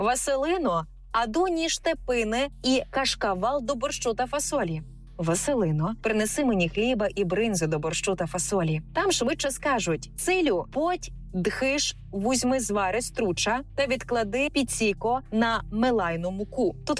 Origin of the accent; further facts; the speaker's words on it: Kniazha, Cherkasy Oblast, Ukraine; Для обговорення маю унікальний приклад слова з мого рідного села Княжа на Черкащині.